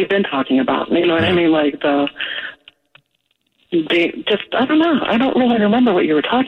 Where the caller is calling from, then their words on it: Pennsylvania, United States; I'm in between Youngstown and Pittsburgh.